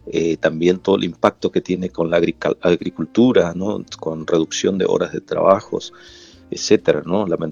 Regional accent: Pampa del Indio, Chaco, Argentina; first language Qom; Spanish is a second language; moved away as an adult; now in Dijon, France; yo soy ciudadano argentino, yo soy chaqueño, pertenezco al pueblo indígena Qom. Yo nací en Pampa del Indio, en la provincia del Chaco, a unos 300 kilómetros de Resistencia, que es la capital de Resistencia, uh-huh. Y vivo aquí en Dijon hace aproximadamente 7 años.

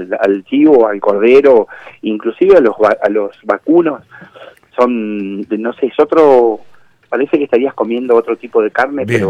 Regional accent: Buenos Aires, Argentina; moved away as an adult; now in Malargüe, Argentina

